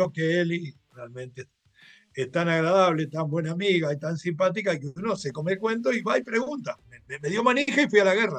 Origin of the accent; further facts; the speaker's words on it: Uruguay; Digo, sí, soy uruguayo.